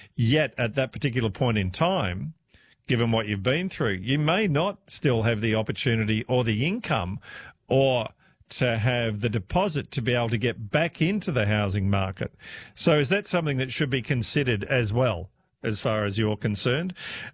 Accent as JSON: {"language": "English", "town": "Perth", "region": "Western Australia", "country": "Australia", "said": "Mind you, I'm from Perth as well, so I'm not sure if it was a West Australian thing."}